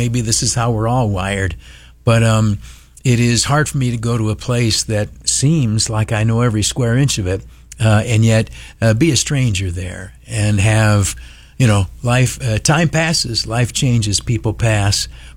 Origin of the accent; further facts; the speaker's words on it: Canisteo, New York, United States; moved away; I went down to my hometown, Canastillo.